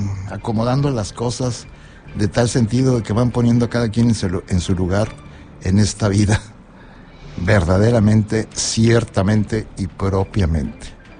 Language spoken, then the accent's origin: Spanish; Mexico; Soy mexicano, me puedo desplazar tranquilamente.